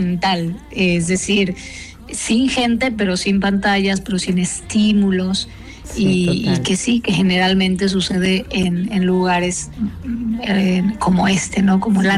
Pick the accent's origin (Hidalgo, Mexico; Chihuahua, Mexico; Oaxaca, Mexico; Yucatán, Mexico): Yucatán, Mexico; San Felipe; desde mi infancia allá en San Felipe, en el puerto, en este puerto hermoso de aquí de la península de Yucatán